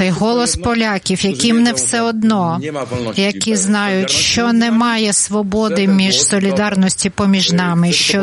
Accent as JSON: {"language": "Ukrainian", "country": "Poland", "said": "яким ми, поляки, вдячні за нашу свободу."}